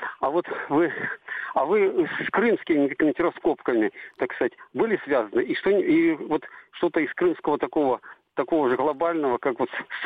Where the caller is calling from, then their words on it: Crimea, Ukraine; Здравствуйте, а я с Крыма.